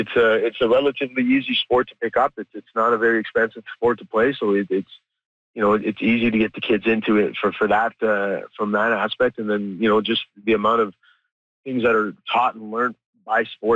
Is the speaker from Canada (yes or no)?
yes; Canada; we all kind of went through these experiences being Sikh Canadian